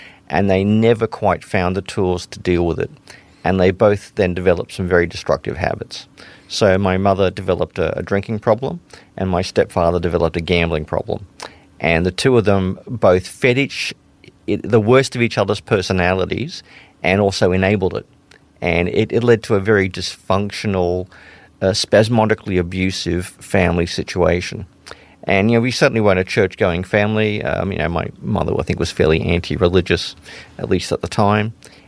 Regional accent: Brisbane, Queensland, Australia; also born or lived in West Germany; it was a sort of, you know, working class suburban family in Brisbane in the late 70s, 1980s.

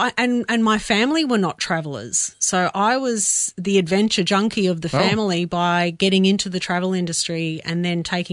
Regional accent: Adelaide, South Australia, Australia; also born or lived in Melbourne; I was born in Melbourne, but we moved to Adelaide when I was about five for my dad's work.

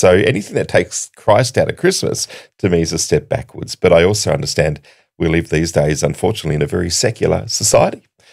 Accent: Hobart, Tasmania, Australia; So I'm Tasmanian. I'm from Hobart.

